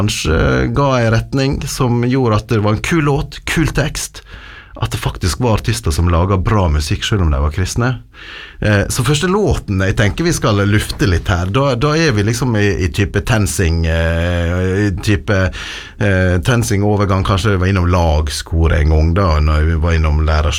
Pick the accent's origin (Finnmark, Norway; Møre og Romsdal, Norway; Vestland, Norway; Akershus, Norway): Møre og Romsdal, Norway; Volda; moved away as an adult; now in Ålesund, Norway; Ja, sant, født og oppvokst I Volda og så har jeg jo vært litt rundt I Norges land nå bor jeg I Ålesund